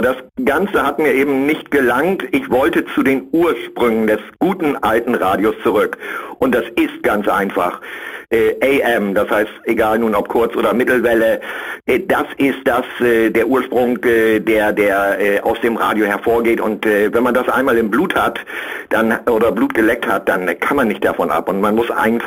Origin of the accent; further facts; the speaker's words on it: Northern Germany, Germany; Ich bin ein Norddeutscher, also von Holland nicht so weit weg.